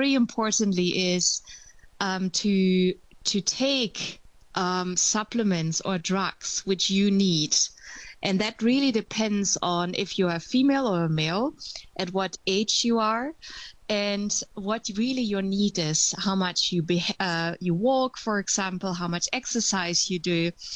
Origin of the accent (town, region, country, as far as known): Germany; now in Netherlands